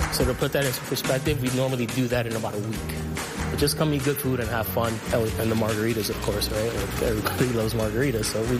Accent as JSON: {"language": "English", "town": "New York City", "region": "New York", "country": "United States", "tie": "born or raised there", "said": "I'm a Puerto Rican heritage. I was born in New York, but living in the South Bronx where I grew up, there was a huge Mexican population around me."}